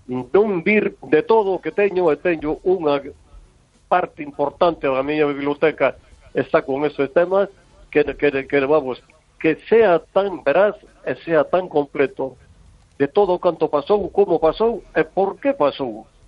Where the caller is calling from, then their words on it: Vigo, Galicia, Spain; Sí, vamos a ver